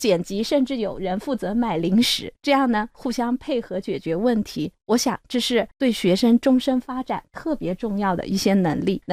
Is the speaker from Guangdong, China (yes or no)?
no; Kunming, Yunnan, China; 原来一锅长白菜里藏着我们昆明人的民俗意义，一座老房子里装着我们云南人的生存智慧。